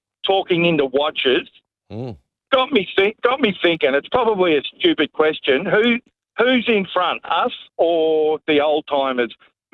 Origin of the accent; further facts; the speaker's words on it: Victoria, Australia; No, well, I wasn't either, but I was brought up in South Gippsland, but not Leongatha. I've never lived anywhere near there